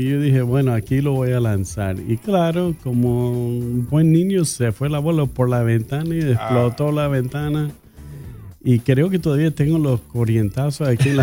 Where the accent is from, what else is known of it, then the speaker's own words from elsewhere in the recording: Orlando, Florida, United States; Nos crecimos en Orlando, allá cerca de Mickey Mouse.